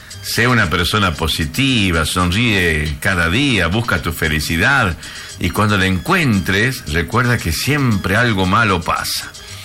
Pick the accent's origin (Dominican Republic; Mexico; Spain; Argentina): Argentina; Campo Santo, Salta; Yo soy de Camposanto, papá, yo me crié comiendo comida en olla, ¿eh? Los pucheros de la mami, el mondongo.